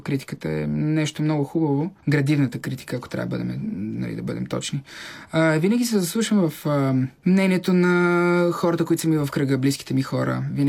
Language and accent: Bulgarian; Pleven, Pleven Province, Bulgaria; Да, аз съм от Плевен